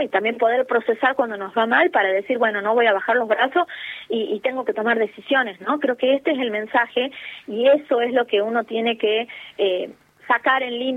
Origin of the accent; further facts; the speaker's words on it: Argentina; Pero sí, por supuesto, soy argentina y he visto los partidos con mi familia, con mis amigas, sí.